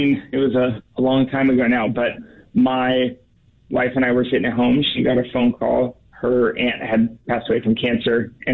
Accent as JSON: {"language": "English", "town": "Portland", "region": "Oregon", "country": "United States", "tie": "born or raised there", "said": "So I grew up in Portland, Oregon. I started this organization after watching my own family go through a medical emergency"}